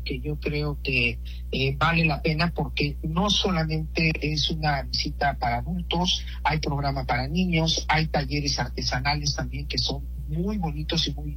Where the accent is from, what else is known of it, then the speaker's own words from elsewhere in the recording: Oaxaca, Mexico; soy oaxaqueño.